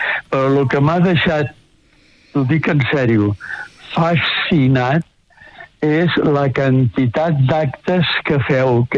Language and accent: Catalan; Barcelona, Catalonia, Spain; jo, que sóc de Barcelona